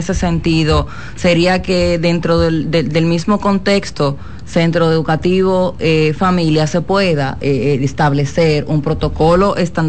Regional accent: Dominican Republic

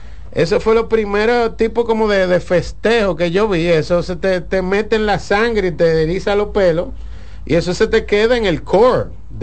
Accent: Polo, Barahona, Dominican Republic; mi papá de Barahona y yo crecí en Polo a los 5 años de edad.

